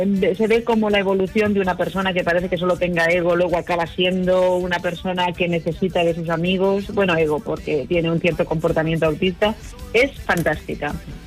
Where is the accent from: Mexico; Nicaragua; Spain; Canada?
Spain; en este país, que si desde siempre nos hubieran obligado, y yo no soy de inglés en el instituto, porque tengo 62 años